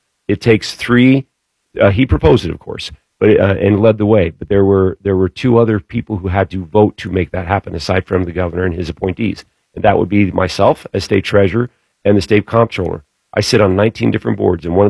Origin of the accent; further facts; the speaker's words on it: Jennings County, Indiana, United States; a small town where I grew up in Jennings County